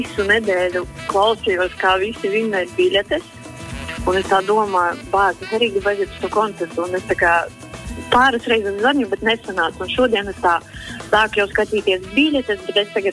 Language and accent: Latvian; Krāslava, Latgale, Latvia; now in Riga, Latvia; Nu, dzīvojušies esmu Krāslavā, Latgalē, bet